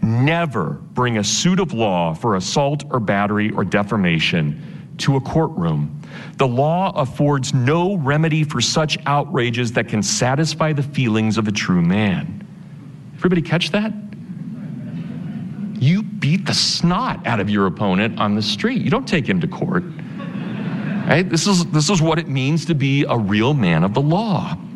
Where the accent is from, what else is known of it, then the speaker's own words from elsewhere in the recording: Kansas, United States; I'm from Kansas, I'm a Volga German, Russian German stock.